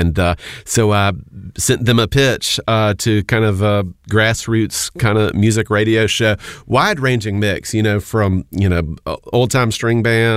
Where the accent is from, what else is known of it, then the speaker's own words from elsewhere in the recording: Montgomery, Alabama, United States; So when I discovered, you know, field recordings from the state of Alabama, I grew up in Montgomery, and I, you know, gravitated towards music that had a history that dovetailed in some ways with at least the place where I was from.